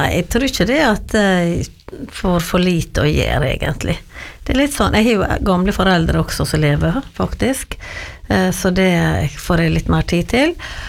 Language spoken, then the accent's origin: Norwegian; Giske, Møre og Romsdal, Norway; also born or lived in Trondheim; Neida, men jeg sier noe det at jeg vokste opp på Giske da, selv om jeg var nesten 8 år før jeg kom dit, ja.